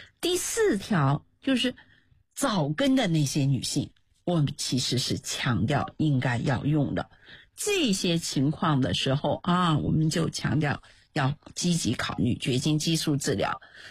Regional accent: China; 从人种来说，我们作为中国人，我们的血栓风险是比欧美人士呢要低的

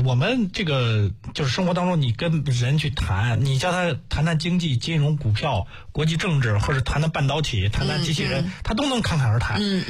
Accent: China; 你的每一餐，我们你作为中国人，你看以前好卖的人很多地方都有

